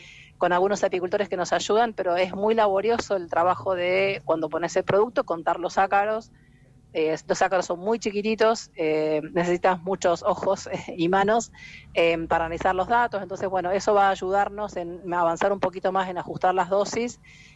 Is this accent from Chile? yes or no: no; Argentina; como buenas investigadoras argentinas, nos ingeniamos para hacer una incubadora casera